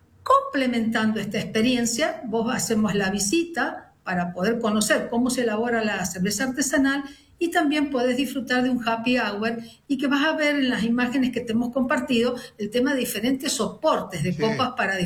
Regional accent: San Juan, Argentina; born there; now in Mendoza, Argentina; Soy sanjuanina, sí. Exactamente, viviendo en Mendoza hace más de casi 45 años

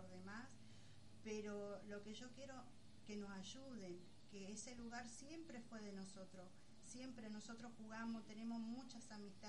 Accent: Puerto Iguazú, Misiones, Argentina; moved away as an adult; now in Buenos Aires, Argentina; fuimos al colegio acá, nacimos y nos criamos, tenemos muchos familiares de parte mía, tengo montones de tíos, abuelos. Bueno, mi abuelo fue pionero también acá de Puerto Iguazú

